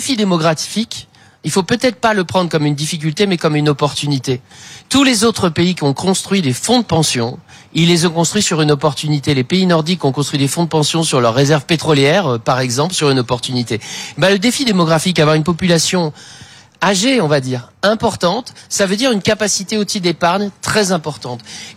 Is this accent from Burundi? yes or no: no; Chalon-sur-Saône, Bourgogne-Franche-Comté, France; Chez moi à Chalon-sur-Saône